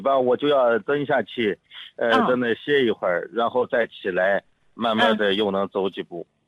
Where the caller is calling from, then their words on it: Nantong, Jiangsu, China; 我家是南通这边的。